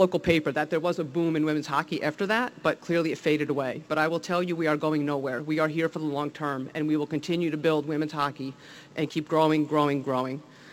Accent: New Jersey, United States; you could tell from my accent probably, I'm from New Jersey

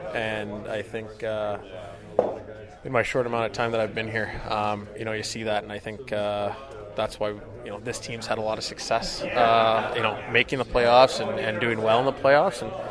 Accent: Vancouver, British Columbia, Canada; growing up in Vancouver, you know, I always look forward to going to Canucks games

